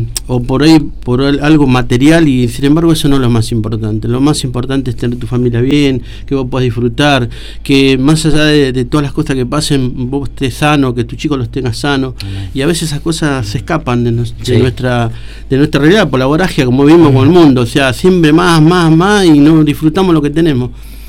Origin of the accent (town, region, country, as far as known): Argentina